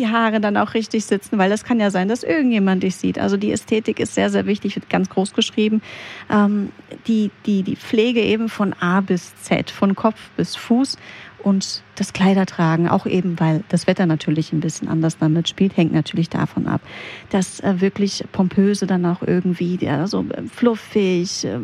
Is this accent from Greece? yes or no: yes; Greece; moved away; ich komme aus Griechenland